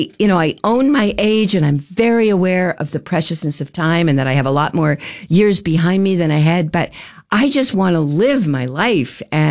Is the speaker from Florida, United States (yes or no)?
no; Durham, New Hampshire, United States; I grew up in New Hampshire, in the days of the Manchester Union Leader